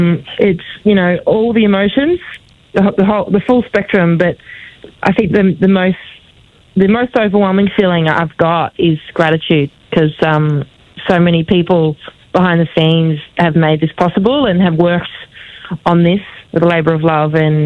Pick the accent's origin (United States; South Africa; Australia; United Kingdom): Australia; Geelong, Victoria; born there; most people think that I grew up in Geelong, which is not quite true